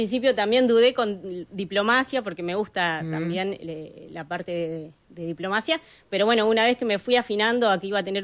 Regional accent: Paysandú, Uruguay; moved away as an adult; now in Montevideo, Uruguay; yo soy de Paysandú.

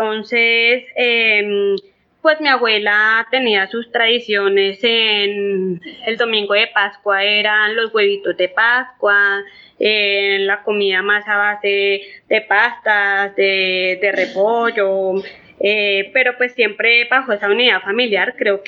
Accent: Soacha, Cundinamarca, Colombia; born there; yo nací el 4 de noviembre de 1981 en Soacha, Cundinamarca. Actualmente tengo 44 años.

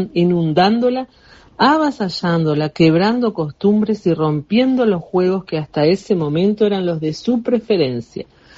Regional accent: Uruguay; nos importa el fútbol a los uruguayos

